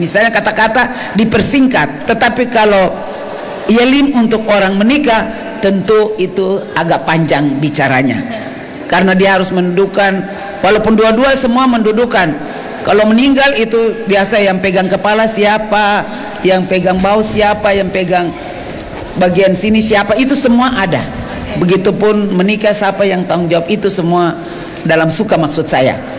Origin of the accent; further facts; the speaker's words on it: Maluku, Indonesia; dalam budaya kita, dalam kebiasaan tradisi Kei